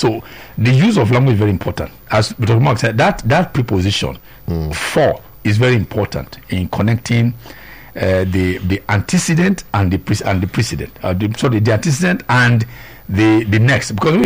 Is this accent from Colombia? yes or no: no; Nigeria; if we go abroad as Nigerian, as black, we are called immigrants.